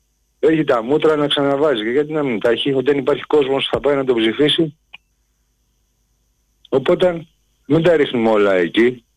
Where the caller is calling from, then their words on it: Pallini, Attica, Greece; από Παλίνη.